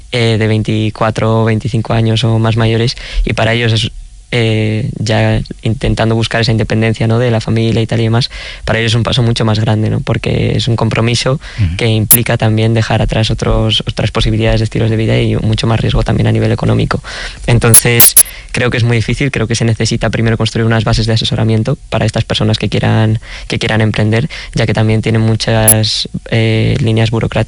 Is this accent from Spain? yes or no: yes; Cerceda, Galicia, Spain; yo, viviendo en Cerceda, vivía en mi pueblo, pero ya nací en el 2001